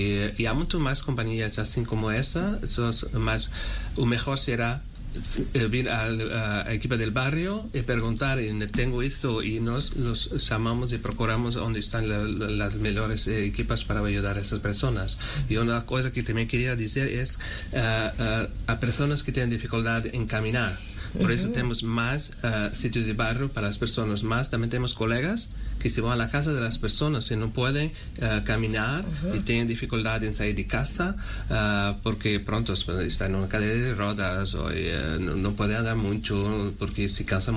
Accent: Portugal; Spanish is a second language; now in Amsterdam, Netherlands; por ejemplo, en Portugal, yo soy portugués, no soy español, no hay estas cosas.

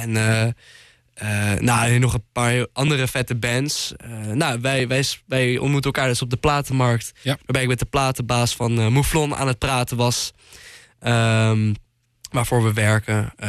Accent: Flevoland, Netherlands; En we komen uit Flevoland.

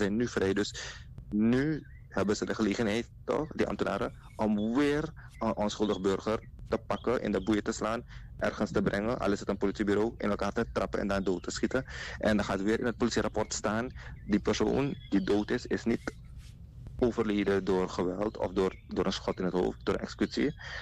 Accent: Netherlands; Ik heb ook een Nederlander, ik ben ook een Nederlander, ik heb ook een Nederlands paspoort.

